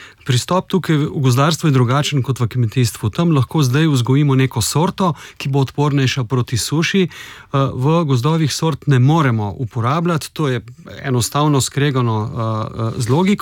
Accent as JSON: {"language": "Slovenian", "region": "Inner Carniola", "country": "Slovenia", "tie": "born or raised there", "said": "Povem konkretno, sam sem doma z Notranjske, tam prevladujejo bukovi gozdovi"}